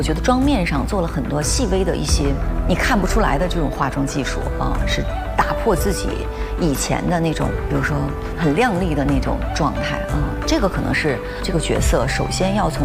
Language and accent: Chinese; Northeast China, China; 因为我本身是东北人，我觉得我也有很那种大女生的那种就是英姿飒爽的部分。